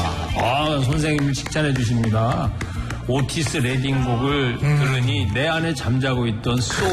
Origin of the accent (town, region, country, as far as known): Anseong, Gyeonggi Province, South Korea; born or raised there